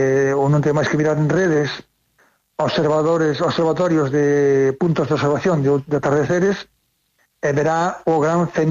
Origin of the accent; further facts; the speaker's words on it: Baio, Galicia, Spain; Eu, como son da Costa da Morte, son de Baio, pois traios por aquí de visita.